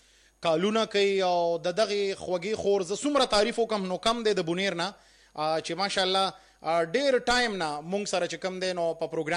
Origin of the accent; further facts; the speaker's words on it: Peshawar, Khyber Pakhtunkhwa, Pakistan; دا خو بیا تاسو زمونږ ګاونډیان یې ځکه چې مونږ هم د پېښور یو